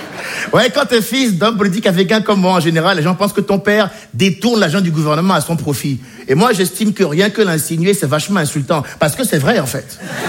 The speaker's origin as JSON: {"language": "French", "country": "Benin", "tie": "born or raised there"}